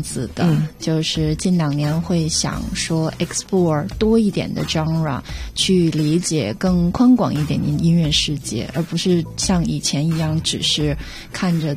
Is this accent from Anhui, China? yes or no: no; Dalian, Liaoning, China; 我来自家乡是大连，东北的一个城市。